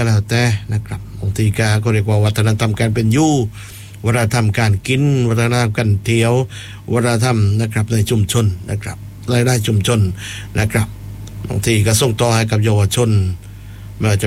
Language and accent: Thai; Phuket, Thailand; ไปภูเก็ตบ้านเรา